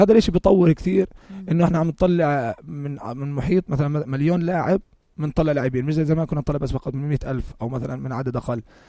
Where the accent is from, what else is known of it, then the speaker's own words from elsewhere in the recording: Jordan; احنا كشعب اردني